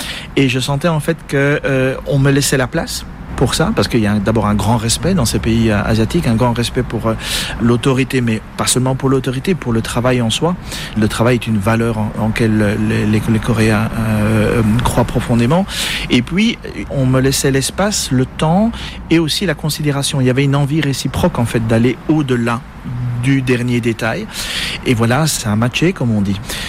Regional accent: Belgium; D'autant plus la belgitude, la Belgique, d'abord, étant donné que je suis belge...

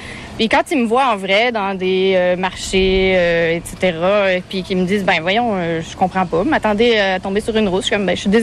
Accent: Tulle, Nouvelle-Aquitaine, France; born there; Mais oui, je suis née à Tulle. En Corrèze. Plein cœur, c'est ça, en Corrèze.

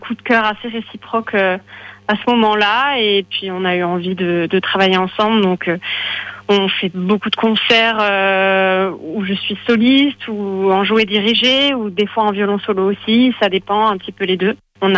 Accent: Toulouse, Occitanie, France; moved away; je suis pas le seul exemple toulousain

